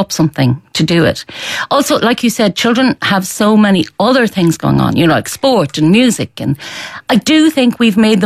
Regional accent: Galway, Connacht, Ireland; growing up in Galway, where we had a lot of street theatre with Mockness and stuff.

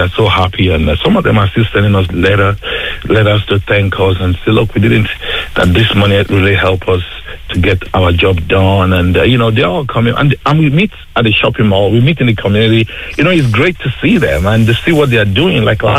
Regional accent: Nigeria; moved away as an adult; now in Ireland; You know, I'm originally from Nigeria, and my wife, she's from Tipperary. I came over to Ireland about 20.

